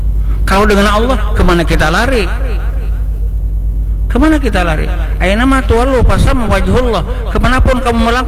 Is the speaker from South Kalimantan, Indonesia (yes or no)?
yes; Banjar, South Kalimantan, Indonesia; Bahasa kita orang Banjar